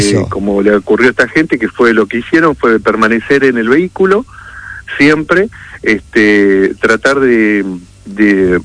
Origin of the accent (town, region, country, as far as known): Santa Cruz, Argentina